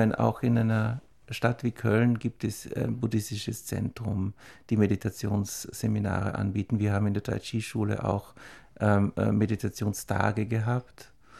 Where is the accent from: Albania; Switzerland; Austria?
Austria; St. Pölten, Lower Austria; born there; An der Musikschule St. Pölten, das ist auch meine Geburtsstadt. Das war auch meine frühe Ausbildung hat dort stattgefunden.